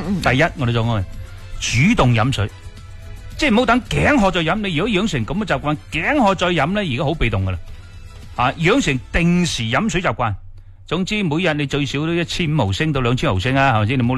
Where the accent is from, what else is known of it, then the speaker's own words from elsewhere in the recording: Guangdong, China; 但系我哋广东人好麻烦嘅